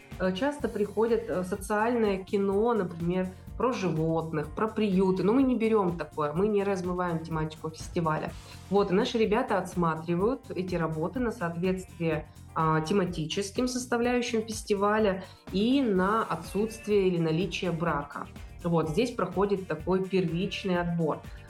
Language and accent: Russian; Chelyabinsk, Chelyabinsk Oblast, Russia; это наш любимый родной город, мы здесь живем. И это было бы странным, если мы бы из Челябинска поехали в Москву делать там этот фестиваль.